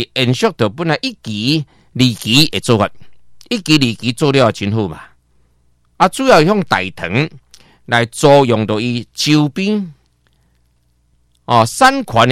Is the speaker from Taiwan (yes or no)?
yes; Taiwan; 我们台湾人太骨力了，对不对